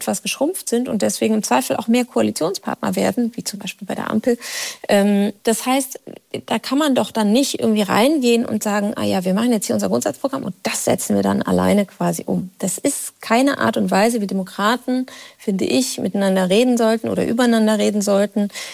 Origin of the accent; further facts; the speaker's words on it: Rhineland, Germany; weil ich bin ja Rheinländerin und dann muss ja weitergehen.